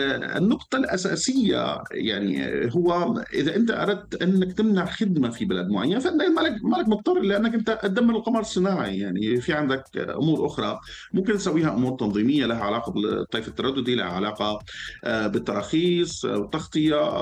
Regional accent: Syria; أو أنا كمواطن سوري فيني أعتبر

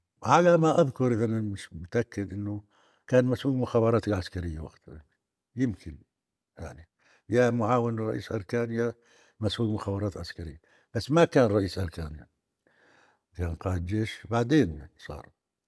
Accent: Palestine; أنا يعني اشتغلت فترة بحياتي بإذاعة الثورة الفلسطينية كانت في درعا

